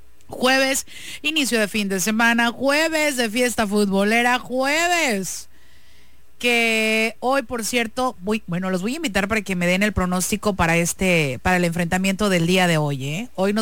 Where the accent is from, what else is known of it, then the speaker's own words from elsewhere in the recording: Mexico; Como buena tía mexicana que soy.